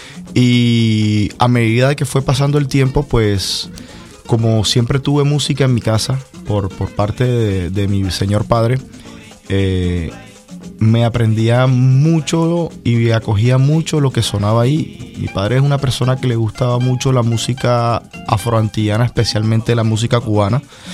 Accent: Cartagena, Bolívar, Colombia; now in Barranquilla, Colombia; Soy nacido en Cartagena, en un barrio muy popular, el barrio El Espinal. Y allí en Cartagena al principio pues pude adquirir todo lo que tiene que ver mis conocimientos de música

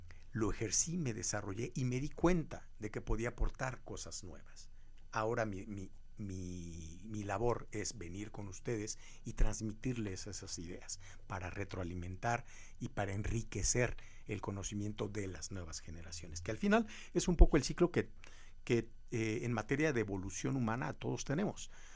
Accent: Mexico; Como mexicano en general

